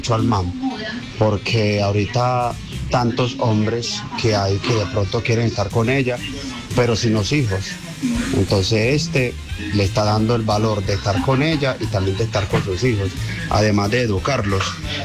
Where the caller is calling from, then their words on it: Bello, Antioquia, Colombia; desde Bello